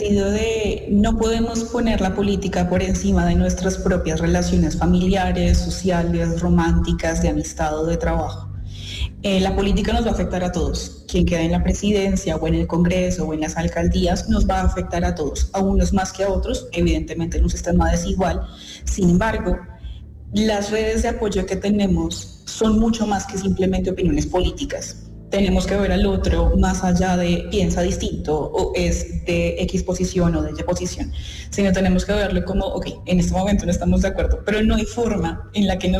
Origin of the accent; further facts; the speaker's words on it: Colombia; somos de Colombias distintas, de momentos históricos distintos, de realidades sociales diferentes